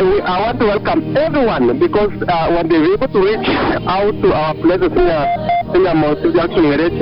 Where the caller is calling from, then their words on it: Bomet, Bomet County, Kenya; and I'm calling from Bomet Metro.